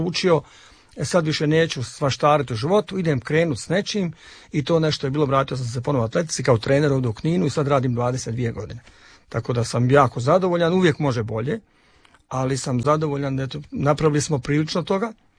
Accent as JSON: {"language": "Croatian", "town": "Zenica", "region": "Federation of Bosnia and Herzegovina", "country": "Bosnia & Herzegovina", "tie": "born or raised there"}